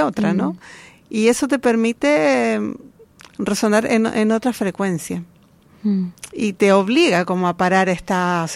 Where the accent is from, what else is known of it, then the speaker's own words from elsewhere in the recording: southern Chile, Chile; moved away; yo que soy del sur de Chile